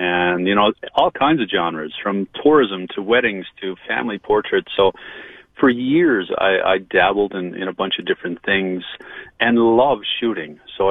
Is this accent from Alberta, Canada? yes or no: no; Newfoundland and Labrador, Canada; When we talk about, especially as a Newfoundlander and Labradorian and being exposed to the coast so much, to be out there immersed in that marine life was inspirational to me